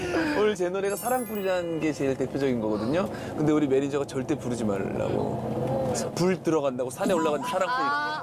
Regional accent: Gangwon, South Korea; 제가 또 고향이 강원도거든요.

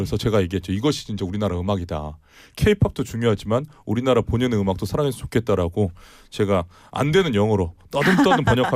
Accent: South Korea; 저는 제가 대한민국 사람이고

